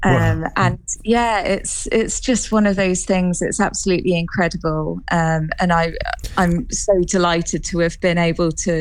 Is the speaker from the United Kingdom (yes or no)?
yes; Milton Keynes, South East England, United Kingdom; I'm from Milton Keynes, born and bred.